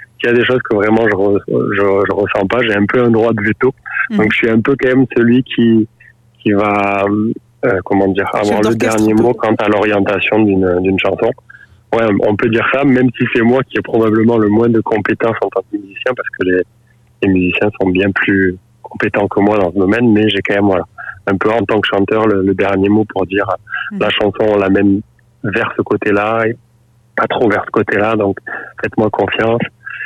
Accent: Nouvelle-Aquitaine, France; On est originaire du sud-ouest de la France. Moi, par exemple, je suis dans les Pyrénées-Atlantiques.

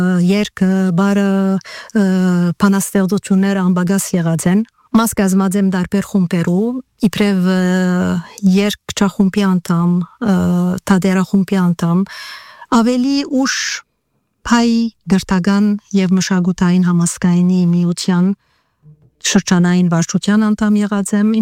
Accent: Lebanon; moved away as an adult; now in France; Ուրեմն Անահիտ, ես Լիբանան ծնած եմ և Լիբանանի մեջ անշուշտ ստացած եմ իմ գազմավորումս իբրև անց և իբրև հայկական մշակույթի մեջ ներգրավված անդամ։

